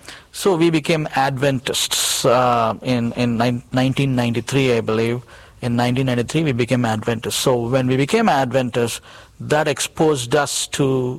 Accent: Chennai, Tamil Nadu, India; And so he came down to Chennai, the city I was born and raised in India.

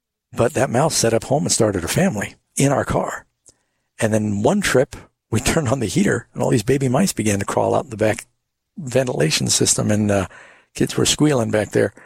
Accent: New York City, New York, United States; Yeah, well, I grew up largely in New York City

